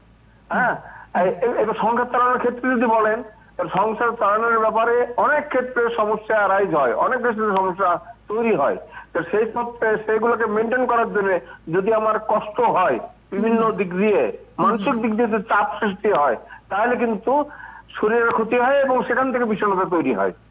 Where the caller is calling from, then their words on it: Baharampur, West Bengal, India; আমি পশ্চিমবঙ্গের মুর্শিদাবাদ জেলার বহরমপুর থেকে … বলছি দিদি।